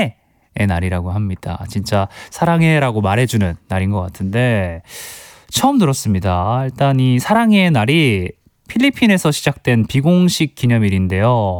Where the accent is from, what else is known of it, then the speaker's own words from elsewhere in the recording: Gyeongsang, South Korea; 저도 또 경상도 출신 아니겠어요.